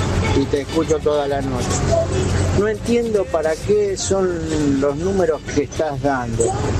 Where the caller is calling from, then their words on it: Buenos Aires, Argentina; Te escucho desde Buenos Aires desde hace mucho tiempo. Soy un repartidor de diarios.